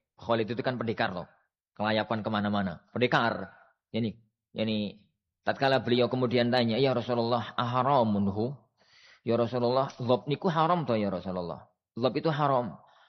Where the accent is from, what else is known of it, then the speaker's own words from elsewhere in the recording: Java, Indonesia; kita orang Jawa dengan keberadaan kita bahwasanya kita adalah orang Muslim.